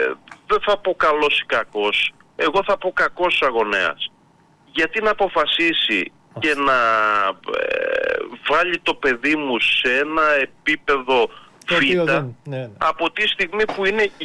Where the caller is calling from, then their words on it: Greece; είμαστε Έλληνες φορολογούμενοι